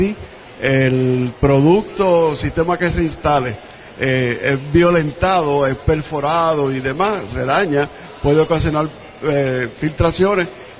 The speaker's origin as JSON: {"language": "Spanish", "country": "Puerto Rico", "said": "estamos fabricando aquí en Puerto Rico, somos puertorriqueños."}